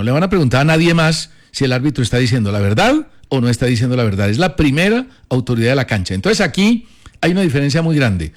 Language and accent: Spanish; Colombia; No. ¿Pero por qué? Steven, porque somos colombianos.